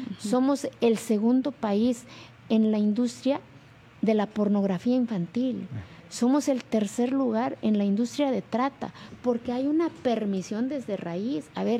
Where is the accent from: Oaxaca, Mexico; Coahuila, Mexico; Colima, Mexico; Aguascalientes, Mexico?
Oaxaca, Mexico; Santa María Kyoholani; hace 18 años mi pueblo no venía en el mapa de este país. No existía Santa María Kyoholani.